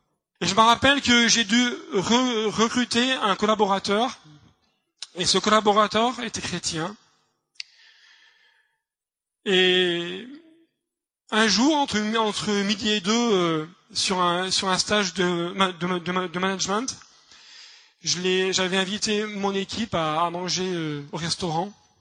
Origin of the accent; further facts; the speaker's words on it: Grenoble, Auvergne-Rhône-Alpes, France; born there; moi, je suis né donc à Grenoble, dans une famille non chrétienne.